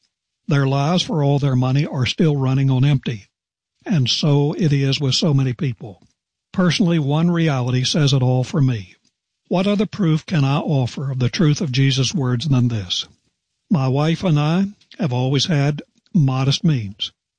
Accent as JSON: {"language": "English", "region": "West Virginia", "country": "United States", "said": "There was a man in my home state of West Virginia"}